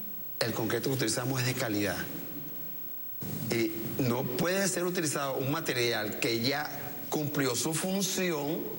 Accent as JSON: {"language": "Spanish", "region": "La Guaira", "country": "Venezuela", "said": "Yo soy de la Guaira."}